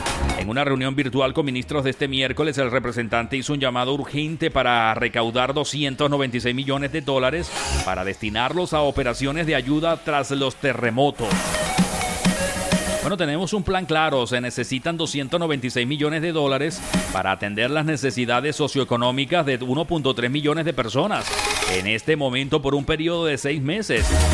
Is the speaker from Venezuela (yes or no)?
yes; Venezuela; moved away; como cualquier venezolano en el mundo, sabemos cómo se mueven las cosas allá en Venezuela.